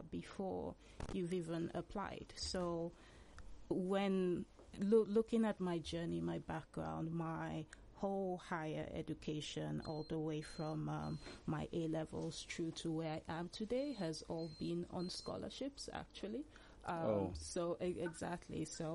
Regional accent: Calabar, Cross River, Nigeria; moved away

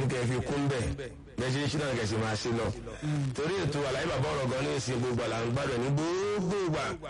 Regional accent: Agege, Lagos, Nigeria; now in Abeokuta, Nigeria; Mo sì lọ léèrè ní St. Peter Bedes High School ní Agége. Mo kúrò ń bẹ́ẹ̀ mo lọ sí secondary school ní orílẹ̀ Agége. Mo kúrò ń bẹ́ẹ̀ mo àgbà ilé kí ó lọ ní Mọ́kàsí Lágége. Ládùúgbò mo wá padà lọ sí Abẹ́òkúta.

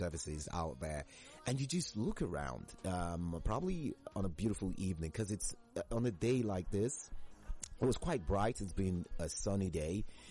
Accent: Nigeria; you realize that, you know, it's not so bad being the Nigerian, aside from the fact that the economy is almost like building on top of all of us as individuals.

